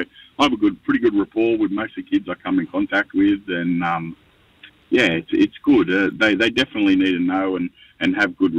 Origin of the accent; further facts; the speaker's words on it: New South Wales, Australia; Mate, I am a proud Wiradjuri Darug fella from down New South Wales. Go the Blues. And I grew up there on Ngunnawal country, so down on Ngunnawal and Ambury country down there.